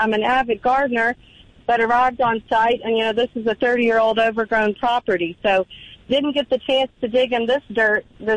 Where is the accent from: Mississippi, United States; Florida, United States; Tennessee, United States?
Tennessee, United States; Memphis; I'm from Memphis originally, so I'm still learning this soil too.